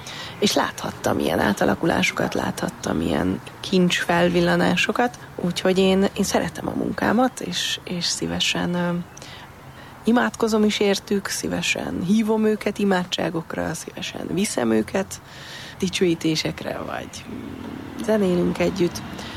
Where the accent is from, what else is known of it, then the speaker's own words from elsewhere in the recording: Máriaremete, Budapest, Hungary; Mert Májra Remetén nőttem föl